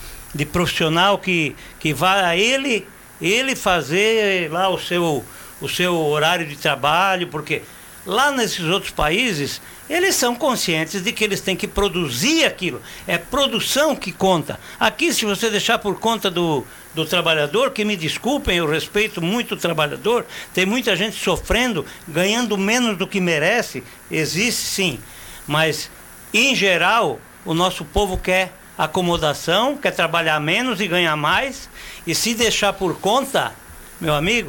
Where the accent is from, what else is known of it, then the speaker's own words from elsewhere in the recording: Brazil; nós não somos Suíça, nós não somos Espanha, nós não somos Inglaterra, nós somos Brasil